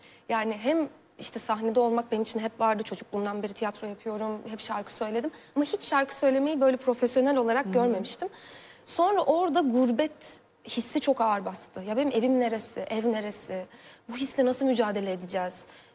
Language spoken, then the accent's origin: Turkish; Istanbul, Turkey; born there; Kesinlikle Anadolu'ya, İstanbul'a ve Anadolu'ya ait hissediyorum kendimi. İyi ki burada doğmuşum diyorum.